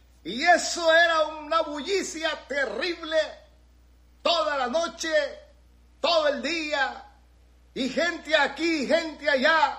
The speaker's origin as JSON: {"language": "Spanish", "town": "San Carlos", "region": "Morazán", "country": "El Salvador", "tie": "born or raised there", "moved": "yes", "said": "Yo soy originario de Morazán, de un pueblecito muy lindo llamado San Carlos."}